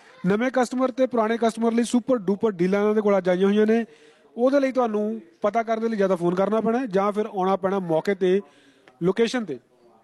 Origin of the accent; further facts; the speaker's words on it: Punjab, India; ਜਦੋਂ ਮੈਂ ਛੋਟਾ ਹੁੰਦਾ ਸੀ ਨਾ, ਅਤੇ ਸਾਡੇ ਇਲਾਕੇ 'ਚ ਇੱਕ ਸ਼ਹਿਰ ਪੈਂਦਾ ਛੋਟਾ ਜਿਹਾ, ਖੰਨਾ ਟਾਊਨ ਹੈ, ਜਿਹੜੇ ਮੇਰੇ ਇਲਾਕੇ ਦੇ ਨੇ ਉਹਨਾਂ ਨੂੰ ਪਤਾ ਹੋਊਗਾ